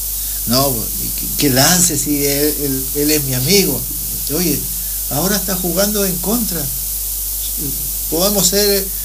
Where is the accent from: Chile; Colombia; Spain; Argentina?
Chile; Puerto Aysén, Aysén; now in Coyhaique, Chile; yo soy de Puerto Aysén